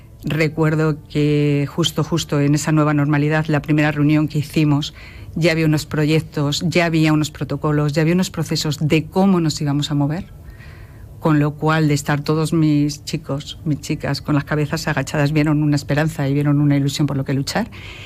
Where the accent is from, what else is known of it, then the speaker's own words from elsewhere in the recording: Tarancón, Castilla-La Mancha, Spain; Tarancón es un pueblo, a mí me gusta muchísimo, es mi pueblo.